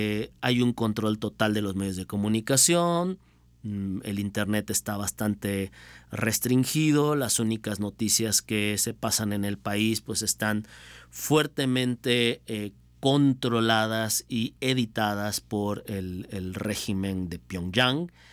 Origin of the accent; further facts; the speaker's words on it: Mexico; para una sociedad como la mexicana